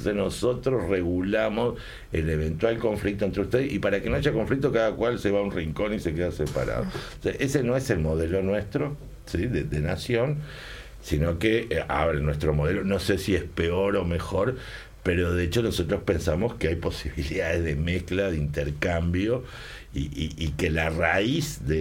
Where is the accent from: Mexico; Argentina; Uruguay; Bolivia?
Uruguay; yo soy un uruguayo típico, pasaporte italiano.